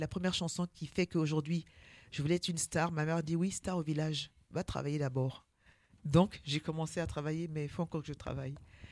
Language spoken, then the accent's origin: French; Toumodi, Lacs, Côte d’Ivoire; also born or lived in Abidjan; Et à un mois, je suis allée au village d'abord à Abidjan et j'ai grandi à Toumoudi. Toumoudi, c'est vraiment le centre de la Côte d'Ivoire par lequel on passait pour aller partout.